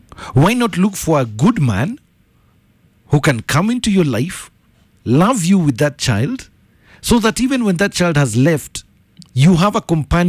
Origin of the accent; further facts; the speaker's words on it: Kenya; Let me tell you as a Kenyan man.